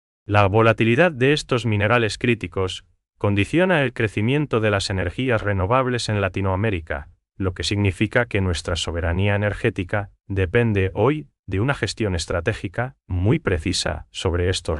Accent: Paraguay

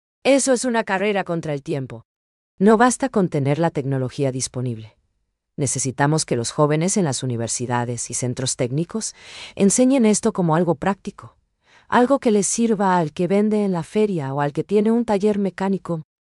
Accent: Paraguay; ¿Estamos preparados nosotros como paraguayos para aprovechar esta tecnología?

